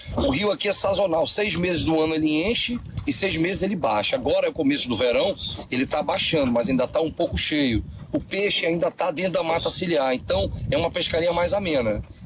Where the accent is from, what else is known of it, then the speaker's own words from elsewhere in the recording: Amazonas, Brazil; Ó, eu sou amazonense, né?